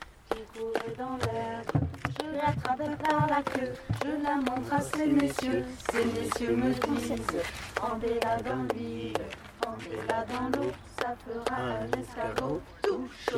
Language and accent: French; Carmont, France; born there; moi je suis issue des cités, donc moi je suis née à Carmont, bon après j'ai bougé mais je suis née à Carmont